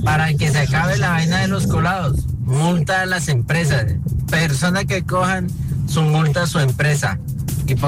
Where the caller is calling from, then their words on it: Colombia; como aquí somos colombianos